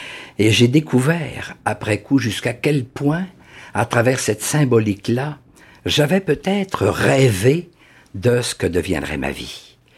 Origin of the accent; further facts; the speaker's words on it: Saguenay, Quebec, Canada; moved away; Je suis originaire évidemment du Saguenay, de Port-Alfred à l'époque, qui s'appelait après coup Ville de la Baie, qui s'appelle maintenant Saguenay. Et c'est sur les rives évidemment de ce Saguenay-là que j'ai grandi